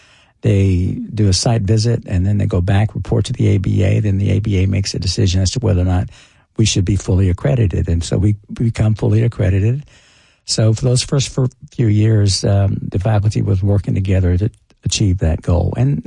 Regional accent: Houston, Texas, United States; moved away as an adult; also born or lived in Austin / Washington, D.C.; now in Nashville, United States; It's small. Grew up in Houston, and we lived in Austin for a lump and Washington, D.C. for some period of time.

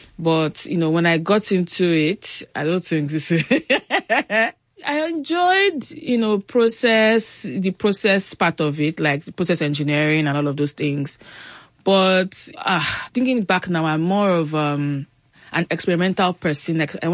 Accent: Ibadan, Oyo, Nigeria; also born or lived in Lagos / Enugu; So I was born in Lagos, but my parents, they moved first from Lagos to Enugu. So my first school was in Enugu before we then moved to Ibadan.

